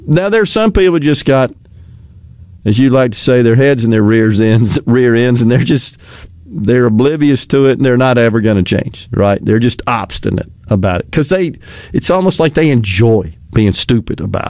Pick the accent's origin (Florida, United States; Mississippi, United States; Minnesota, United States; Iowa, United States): Mississippi, United States; But I got asked questions when they found out I was from Mississippi. Of course, they all want you to talk. Like, you know, they're intrigued by your accent.